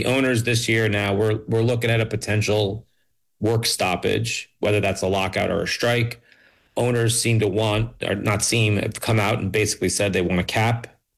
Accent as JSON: {"language": "English", "region": "Rhode Island", "country": "United States", "tie": "born or raised there", "said": "a kid growing up in Rhode Island and in the Northeast"}